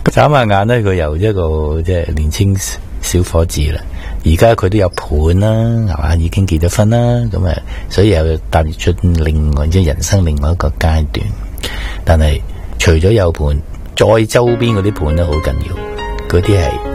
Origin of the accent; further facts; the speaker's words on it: Guangdong, China; 咁我哋广东人有啲好多广东式嘅独字嘅发音嘅